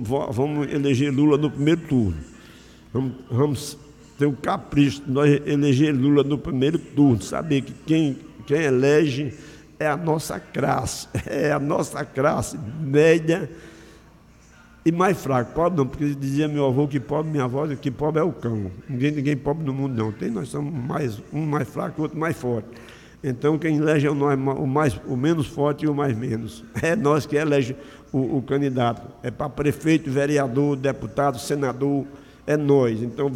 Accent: Alagoas, Brazil; born there; also born or lived in Canapi, Alagoas; Canapi, minha terra, que é o que eu amo. Eu sou filho de Major Dória, mas eu digo a todo mundo, eu me sinto filho de Canapi. Eu não sou agresteiro, eu sou sertanejo, nordestino, caba da perna

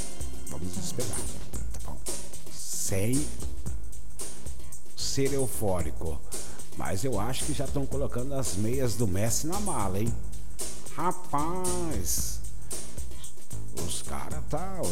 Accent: Brazil; eu sou brasileiro, sou corintiano

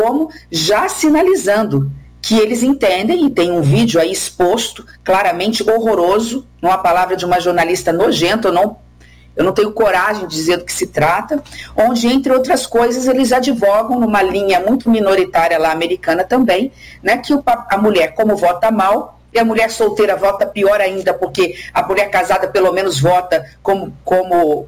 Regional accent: Brazil; eu sou do interior do Brasil

